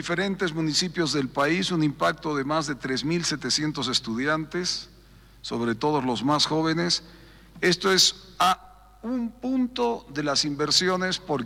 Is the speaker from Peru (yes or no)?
no; Tarija, Bolivia; Los que venimos de Tarija